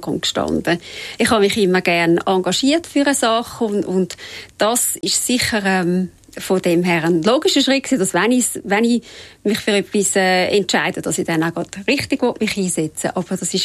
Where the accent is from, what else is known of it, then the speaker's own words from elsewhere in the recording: Räterschen, Zurich, Switzerland; ich bin in Rätherschen aufgewachsen und es gibt in den Dörfern gibt's immer Parteien